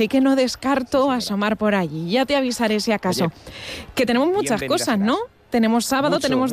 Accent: Castilla-La Mancha, Spain; Es que mañana, para los que somos de Castilla-La Mancha y ya sabemos la Feria de Albacete, sí.

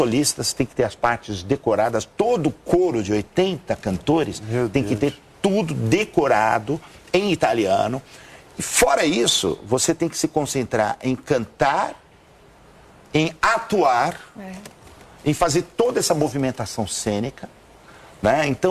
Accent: Brazil; now in United States; Porque depois que eu saí do Brasil, eu lembro do meu pai, horas incansáveis, escrevendo os arranjos... para dar orquestra da igreja, para o coro. E a minha primeira orquestra foi também numa igreja lá nos Estados Unidos

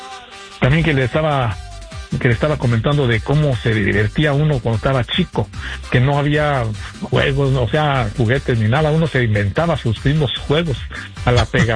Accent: León, Guanajuato, Mexico; en un club de ahí de México que se llama El León, soy del estado de Guanajuato

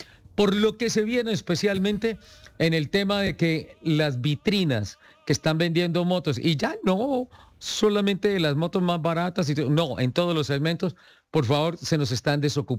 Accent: Santander, Colombia; Ojo con mi tierra, ojo con Santander.

